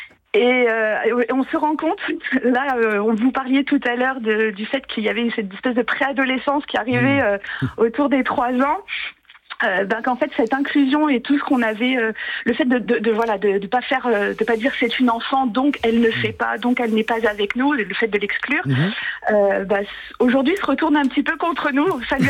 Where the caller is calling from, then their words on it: Bordeaux, Nouvelle-Aquitaine, France; De Bordeaux.